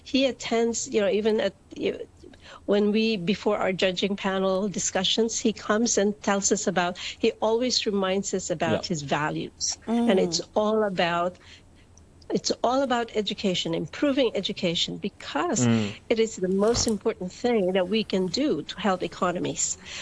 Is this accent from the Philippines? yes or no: yes; Philippines; moved away; I grew up in the Philippines, so I'm from the region